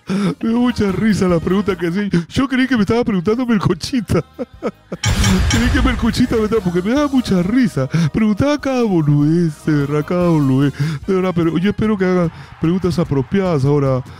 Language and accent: Spanish; Argentina; Para tu información, soy argentino.